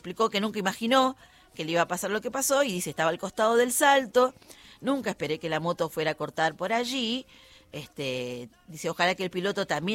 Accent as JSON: {"language": "Spanish", "country": "Argentina", "said": "Somos los argentinos los que recibimos al Papa León."}